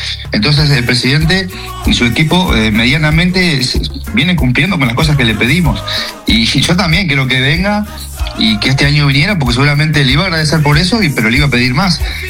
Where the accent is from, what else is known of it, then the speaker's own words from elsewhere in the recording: Sarandí Grande, Florida, Uruguay; yo como sarandíes y como referente